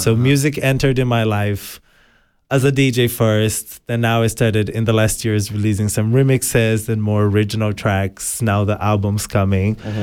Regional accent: Jundiaí, São Paulo, Brazil; we did House of Martini in my hometown in Brazil, in Jundiaí.

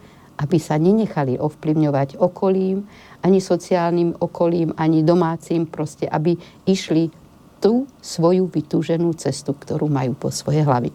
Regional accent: Komárno, Nitra Region, Slovakia; born there; moved away; also born or lived in Bratislava; Narodila som sa úplne niekde na Bažinách, na juhu Slovenska, v Komárne, takže tam turistika nebola. No a potom, keď som sa presťahovala do Bratislavy

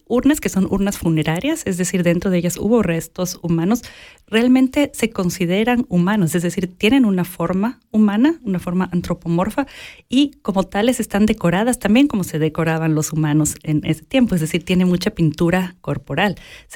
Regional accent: Ecuador; moved away as an adult; also born or lived in Quito; now in Switzerland; yo como ecuatoriana

